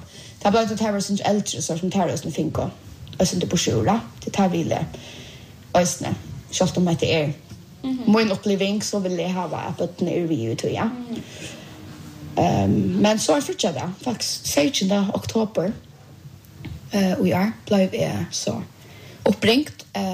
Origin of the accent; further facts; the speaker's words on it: Bulgaria; now in Sweden